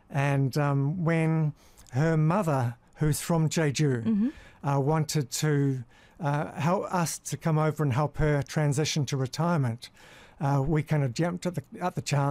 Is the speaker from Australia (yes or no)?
no; New Zealand; also born or lived in England; now in South Korea; And but mainly throughout my life, I've lived in New Zealand.